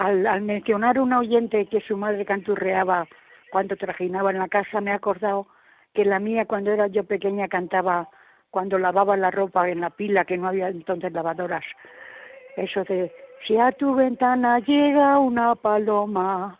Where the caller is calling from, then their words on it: Cuenca, Castilla-La Mancha, Spain; Soy … de Cuenca. Tengo 92 años